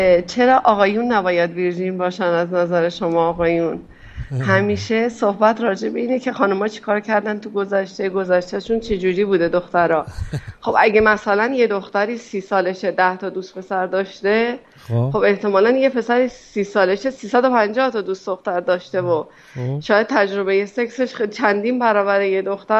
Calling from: Tehran, Tehran Province, Iran; من از تهران هستم.

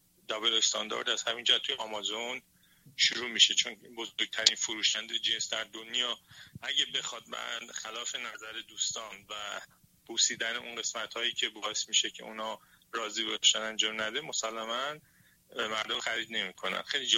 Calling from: Iran

